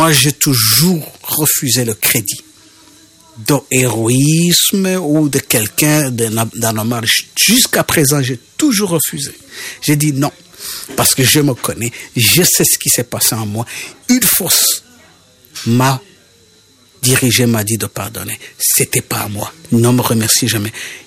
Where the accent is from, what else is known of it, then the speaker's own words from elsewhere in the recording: Rwanda; Je suis allé au Rwanda en 2007, dans mon village natal. là où j'étais né, là où j'avais connu Vincent, pour aller témoigner de mon pardon.